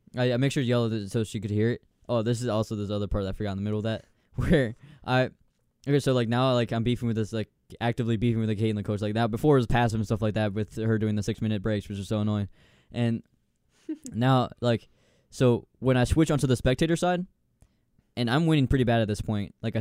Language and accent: English; United States; They take all the tennis courts in my hometown, dude. Pickleball is a disease in Rochelle.